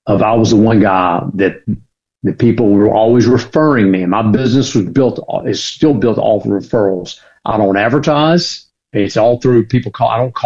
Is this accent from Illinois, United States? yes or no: no; Leland, Mississippi, United States; He goes, where are you from? I said, is that noticeable? I said, not far from your hometown. He goes, where? I said, Leland.